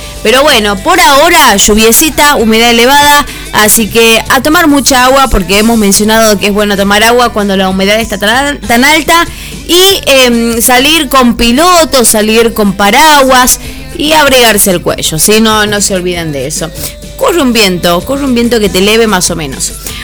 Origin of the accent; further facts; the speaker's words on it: Argentina; con el corazón en Argentina, porque somos argentinos